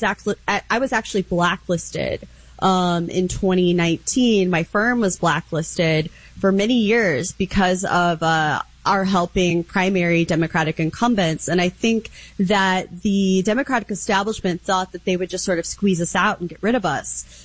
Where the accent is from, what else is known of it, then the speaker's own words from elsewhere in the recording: Kansas City, United States; Yeah, so I'm from the middle of the country. Originally, I'm from Kansas/Missouri. I claim both sides of the state line, Kansas City.